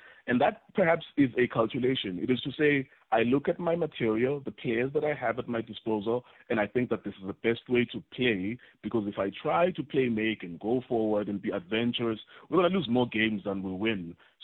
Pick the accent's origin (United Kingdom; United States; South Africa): South Africa; I'm a South African.